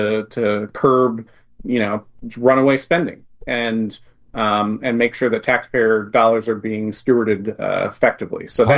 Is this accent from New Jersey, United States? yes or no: yes; New Jersey, United States; So I grew up in New Jersey.